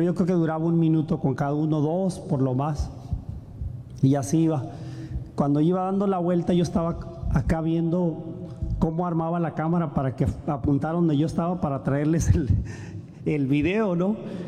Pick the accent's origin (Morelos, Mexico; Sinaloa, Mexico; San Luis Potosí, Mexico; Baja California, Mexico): Baja California, Mexico; Tijuana